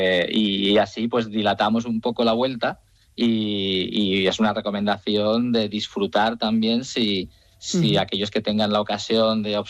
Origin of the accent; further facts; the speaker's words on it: Turmiel, Castilla-La Mancha, Spain; Bueno, yo en mi pueblo, como te decía antes, en Turmiel, Guadalajara.